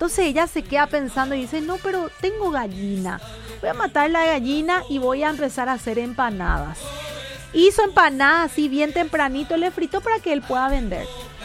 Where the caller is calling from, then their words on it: Villa Elisa, Central, Paraguay; de Villa Elisa.